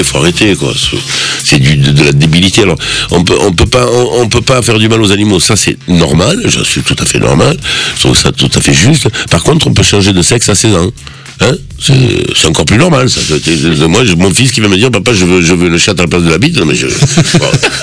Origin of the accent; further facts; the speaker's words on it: Corsica, France; Moi, je suis fier de Napoléon, je suis fier de l'histoire de France, même si avec la Corse, on a été. Il y a eu dissonance, hein, parce qu'on a été vendu, mais.